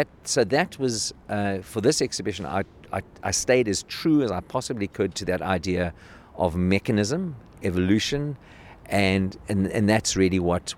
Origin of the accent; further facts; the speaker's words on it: South Africa; As a South African artist, like many of my attributes, Jewish, South African, I grew up under apartheid